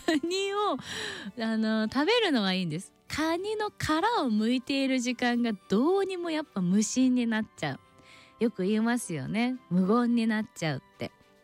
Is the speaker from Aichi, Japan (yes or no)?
yes; Nagoya, Aichi, Japan; 私はね、名古屋出身で10月がお誕生日なんですけども